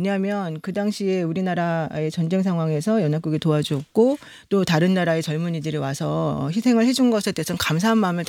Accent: Seoul, South Korea; 저는 서울 시민으로서 서울에서 나고 자란 사람으로서 오랫동안 산 사람으로서

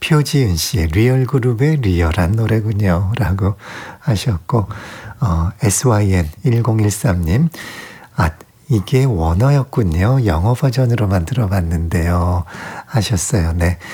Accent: South Korea

